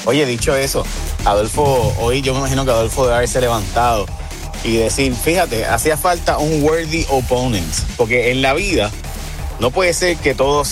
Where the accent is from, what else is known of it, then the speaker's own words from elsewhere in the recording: Puerto Rico; La verdad es que los puertorriqueños quieren una unión permanente con Estados Unidos, pero seguir siendo puertorriqueños y no pagar los impuestos federales. O sea, nosotros queremos lo mejor de los dos mundos.